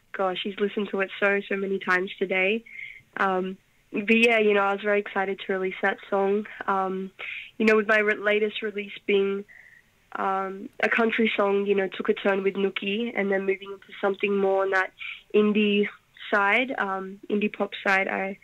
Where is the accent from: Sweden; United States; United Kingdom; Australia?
Australia; Moree, New South Wales; I'm from my hometown, Moree. That's where I am at the moment. And, you know, I come from the Gomilaroi people. I'm a very, very, very, very proud Gomilaroi girl.